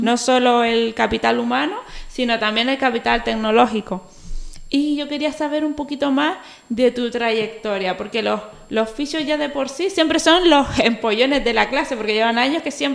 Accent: Telde, Canary Islands, Spain; yo que soy de Telde

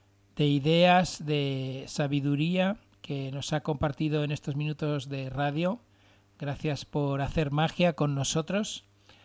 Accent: Valencian Community, Spain; Ambos somos valencianos, mediterráneos.

